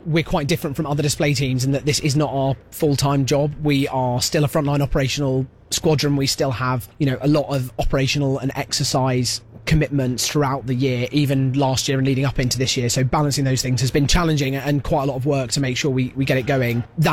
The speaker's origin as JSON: {"language": "English", "region": "London", "country": "United Kingdom", "tie": "born or raised there", "said": "I grew up in South London, and I used to attend Biggin Hill Air Show with my parents every year when I was really young"}